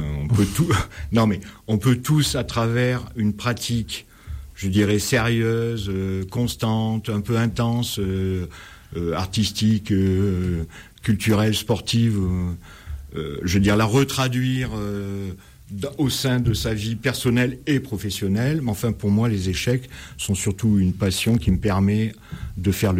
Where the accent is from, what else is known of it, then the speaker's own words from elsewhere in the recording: Valence, Auvergne-Rhône-Alpes, France; born there; Mais bon, les hasards de la vie ont fait que je suis revenu dans ma ville natale et à partir du moment où j'ai créé mon entreprise, bon, j'étais un petit peu sédentarisé, on va dire.